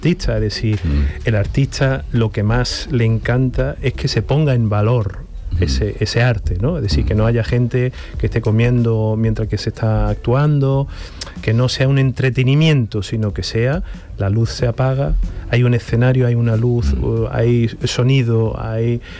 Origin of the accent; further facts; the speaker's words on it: Seville, Andalusia, Spain; yo soy de Sevilla